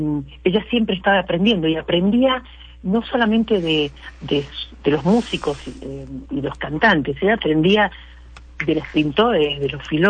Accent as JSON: {"language": "Spanish", "region": "Mendoza", "country": "Argentina", "said": "yo soy mendocina"}